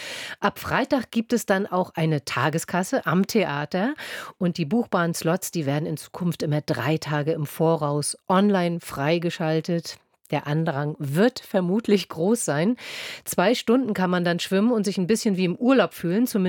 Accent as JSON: {"language": "German", "region": "Baltic coast", "country": "Germany", "moved": "yes", "lives_now": "Berlin, Germany", "said": "Ich bin von der Ostsee."}